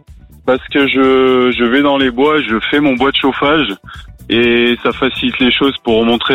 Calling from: Annonay, Auvergne-Rhône-Alpes, France; j'habite à Annonay, à une heure et demie au sud de Lyon

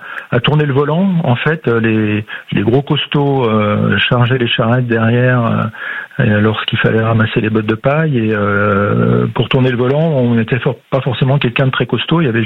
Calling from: Limours, Île-de-France, France; J'habite à Limours, dans l'Essonne, au sud, sud-ouest de Paris

